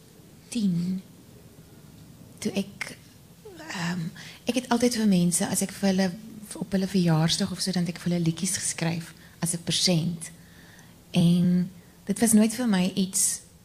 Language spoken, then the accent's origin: Afrikaans; Namibia; also born or lived in Namaqualand / Stellenbosch; Ek het groot geword in Namibië en Namakwaland, alhoewel ek hier gebore is in Stellenbosch.